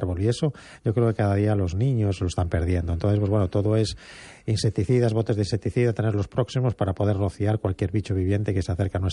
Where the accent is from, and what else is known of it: Galicia, Spain